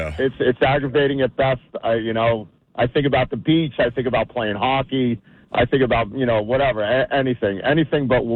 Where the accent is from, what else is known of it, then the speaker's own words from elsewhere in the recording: Jersey City, New Jersey, United States; now in South Amboy, United States; So I'm originally from Jersey City, living in South Amboy right now.